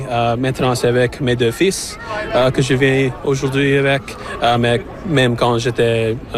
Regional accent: Bonshaw, Prince Edward Island, Canada; French is a second language; also born or lived in Charlottetown; je viens ici de Charlottetown. Je vis dans Charlottetown pendant que j'étais 18 ans, mais je viens de Bonshaw.

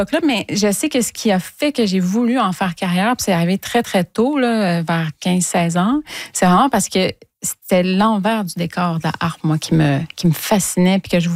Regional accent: Trois-Rivières, Quebec, Canada; Donc, mais c'est qu'en fait, je viens de Trois-Rivières. J'ai habité longtemps à Trois-Rivières, puis on allait voir l'Orchestre symphonique de Trois-Rivières.

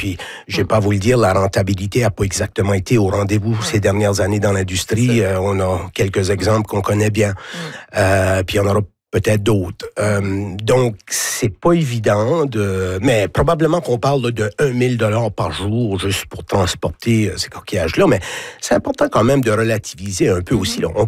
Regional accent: Cap-Pelé, New Brunswick, Canada; C'est particulier pour moi, là. Je suis originaire de Capelée.

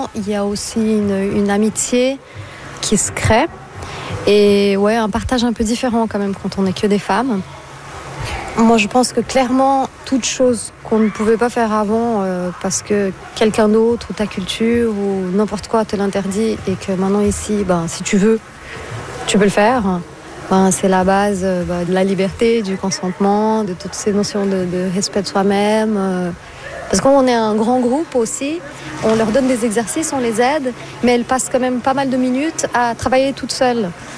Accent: Brazil; Moi, je suis brésilienne à la base, donc quand je pense à l'Amazone, c'est trouble

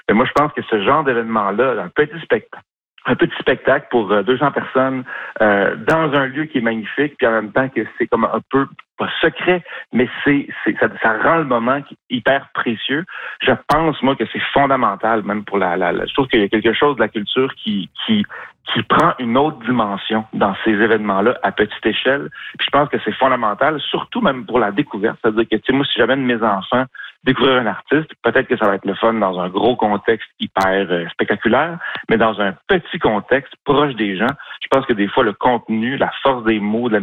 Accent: Montreal, Quebec, Canada; born or raised there

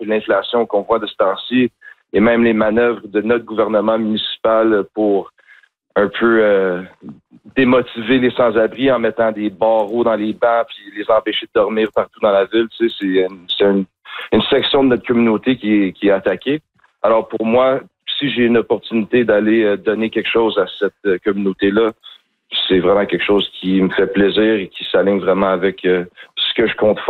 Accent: Montreal, Quebec, Canada; Tu sais, moi, je viens de Saint-Henri, j'ai vécu autour de Saint-Henri les derniers 14 ans de ma vie.

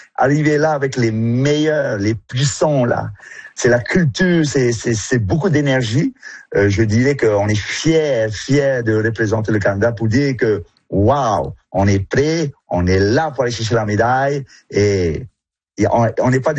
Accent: French Polynesia; Ben, chez nous, en Polynésie, c'était une pirogu

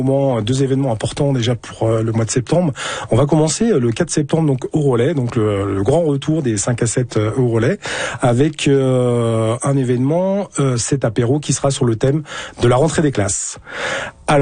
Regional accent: France; now in Saskatoon, Canada; en tant que Français

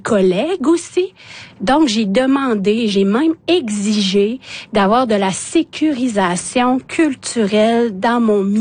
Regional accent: Canada; first language Innu-aimun; French is a second language; Imagine, moi qui parle Innu-Imun, ma langue maternelle, c'est l'Innu-Imun.

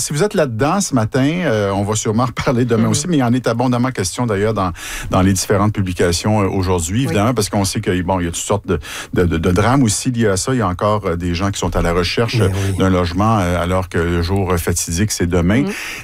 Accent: Montreal, Quebec, Canada; moi j'ai déménagé souvent dans ma jeunesse, j'habitais à Montréal

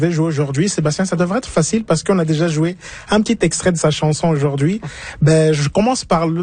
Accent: Salluit, Quebec, Canada; also born or lived in Moose Factory, Ontario; Je suis né au Moose Factory en Ontario, mais j'ai grandi à Saluit, un village du Nunavik au nord du Québec.

